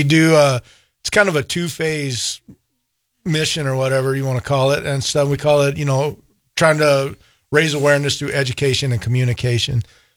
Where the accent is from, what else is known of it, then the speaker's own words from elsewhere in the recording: Texas, United States; I grew up in Texas, and so there's a lot of yes ma'am, yes sirs, all that stuff.